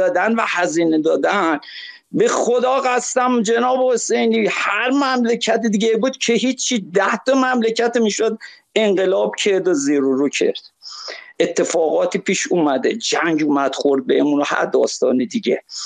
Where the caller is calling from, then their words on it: Shiraz, Fars, Iran; برم مرد کاکو از شیراز